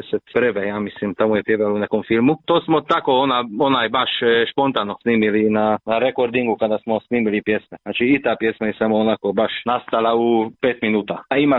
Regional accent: Kópháza, Győr-Moson-Sopron, Hungary; Ima nas šestero, tri mi smo iz Kojnofa, imamo tri doma

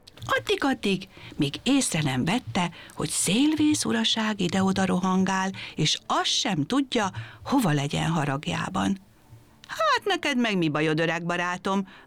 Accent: Kapuvár, Győr-Moson-Sopron, Hungary; és Kapuvárból jöttem.

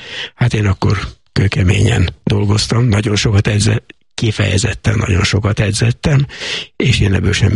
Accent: Tiszakécske, Bács-Kiskun, Hungary; also born or lived in Szolnok; Az elején az úgy kezdődött, hogy Szolnokon a kórházba születtem, de tiszakécskei vagyok, tehát a Csaba kórházba

